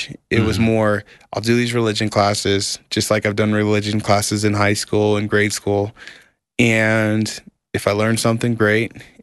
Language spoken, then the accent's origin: English; Palmdale, California, United States; Growing up in Palmdale, I had next-door neighbors and friends that were LDS.